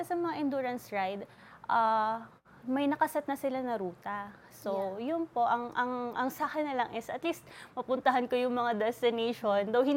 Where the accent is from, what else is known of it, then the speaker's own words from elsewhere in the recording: Bicol Region, Philippines; I was born and raised in Catanduanes, and ang weird ng feeling na para akong naging banyaga sa sarili kong lugar.